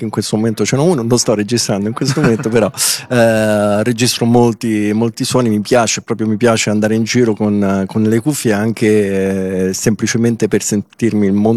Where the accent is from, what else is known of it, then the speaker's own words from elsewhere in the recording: Rome, Lazio, Italy; Io vengo da Roma.